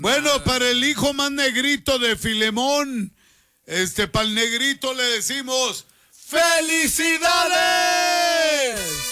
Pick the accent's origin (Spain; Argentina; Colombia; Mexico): Mexico; no sé por qué somos así los mexicanos